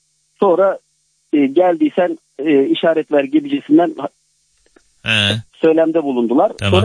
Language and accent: Turkish; Samsun, Turkey; born there; Samsun'dan arıyorum.